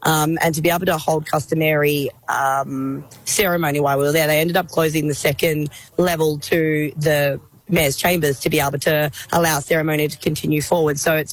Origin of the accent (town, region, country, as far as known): Kalgoorlie, Western Australia, Australia; born or raised there; also born or lived in Perth / Sydney